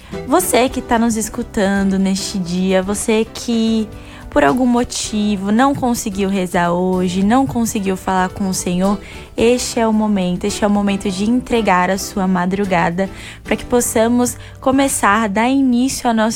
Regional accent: São Paulo, Brazil; moved away; muito prazer, diretamente de São Paulo.

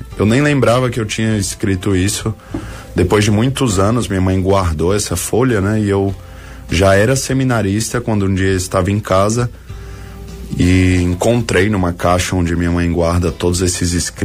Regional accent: Brasília, Federal District, Brazil; moved away as an adult; now in Rio de Janeiro, Brazil; Eu sou natural de Brasília, eu vim para o seminário posteriormente enviado como missionário para o Rio de Janeiro, porém toda a minha infância eu vivi em Brasília. Minha família é uma família católica.

